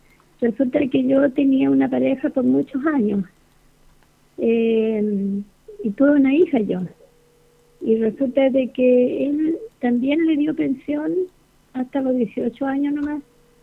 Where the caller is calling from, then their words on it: Quillota, Valparaíso, Chile; De Quillota.